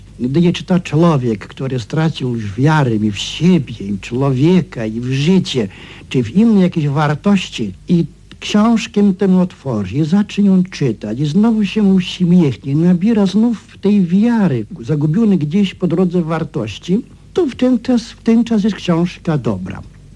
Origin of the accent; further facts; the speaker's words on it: Silesian Voivodeship, Poland; Wyrosłem w tym świecie górniczym i stąd ten świat jest mi najbliższy. Potem się mnie pytano, dlaczego pan ciągle pisze o Śląsku? Czemu pan nie pisze o Mazowszu, o Prusach, o Mazurach? No dlatego, bo jestem Ś